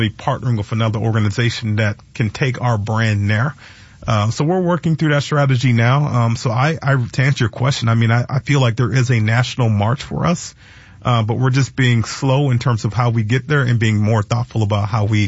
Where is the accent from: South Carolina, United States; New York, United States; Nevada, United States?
South Carolina, United States; Charleston; But I'm a Carolina Panthers guy. I grew up in Charleston.